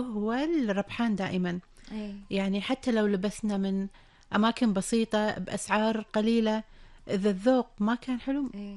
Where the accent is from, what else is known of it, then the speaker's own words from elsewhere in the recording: Kuwait; كمجتمع خليجي، كنساء خليجيات، بنات كويتيات،